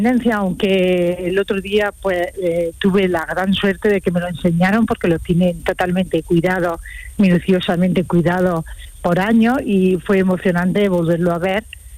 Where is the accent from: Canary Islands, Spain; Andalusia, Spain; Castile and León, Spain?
Andalusia, Spain; Granada; a mí me gusta como granadina siempre las críticas constructivas